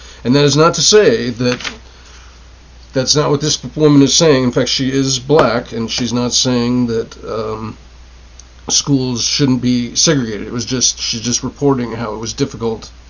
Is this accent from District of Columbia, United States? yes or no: no; Los Angeles, California, United States; moved away; I'm originally from Los Angeles.